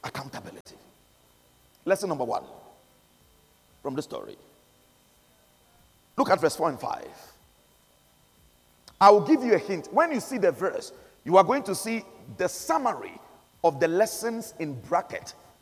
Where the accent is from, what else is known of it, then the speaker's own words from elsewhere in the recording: Ghana; I'm from West Africa, Ghana.